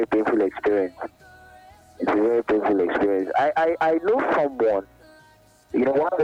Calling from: Lagos, Nigeria; I'm calling from the Lekki.

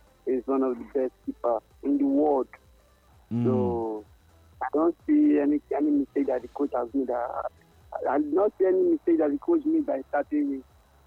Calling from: Lagos, Nigeria; I'm calling from Lekki.

